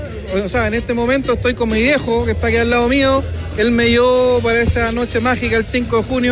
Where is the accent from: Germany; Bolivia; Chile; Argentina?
Chile; San Bernardo, Santiago Metropolitan Region; nosotros somos de San Bernardo.